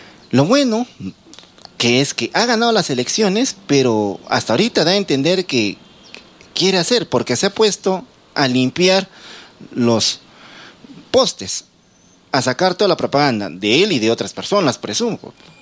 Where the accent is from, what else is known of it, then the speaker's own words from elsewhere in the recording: Arequipa, Peru; si bien nosotros somos de la Ciudad Blanca o radicamos acá en la Ciudad Blanca